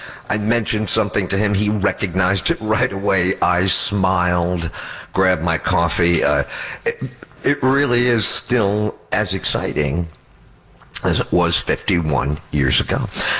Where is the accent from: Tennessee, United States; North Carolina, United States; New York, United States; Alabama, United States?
New York, United States; born or raised there